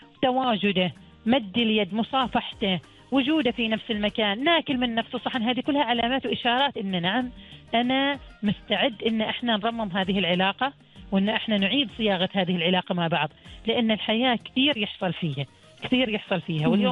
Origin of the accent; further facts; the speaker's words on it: Oman; ولكن على الأغلب إحنا كمجتمع عماني العائلة، القبيلة، المجتمع حولنا، الحارة، المنطقة